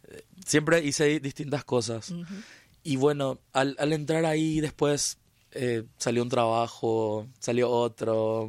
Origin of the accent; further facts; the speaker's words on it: Asunción, Paraguay; soy de Asunción, nací acá, me crié acá, aunque me encanta mucho moverme por todas partes.